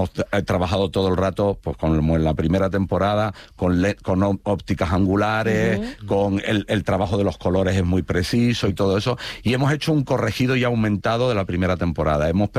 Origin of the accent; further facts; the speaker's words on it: Canary Islands, Spain; debo ser como por canario, no sé, que somos carnavaleros y exagerados.